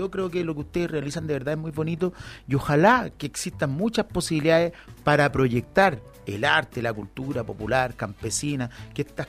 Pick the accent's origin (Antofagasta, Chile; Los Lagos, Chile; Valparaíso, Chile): Valparaíso, Chile; Los Andes; born there; also born or lived in Calle Larga; Yo nací en los Andes, pero la vida también me llevó a Calle Larga